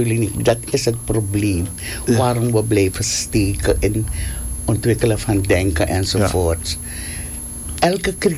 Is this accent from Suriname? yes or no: yes; Suriname; Ik ben een van de Surinamers die vindt dit grote land zo weinig volk.